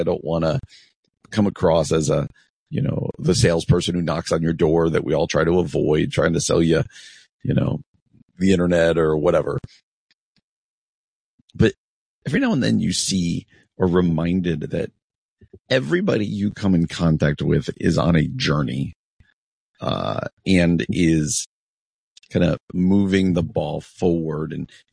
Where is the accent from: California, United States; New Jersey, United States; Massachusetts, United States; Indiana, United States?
New Jersey, United States; I grew up in New Jersey. And the thing one of the things I miss most about New Jersey is access to the ocean.